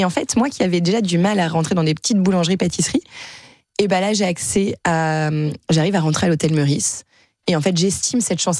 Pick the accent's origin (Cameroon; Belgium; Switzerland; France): France; comme je suis française, d'aller apprendre à faire du pain pour monter ma boulangerie.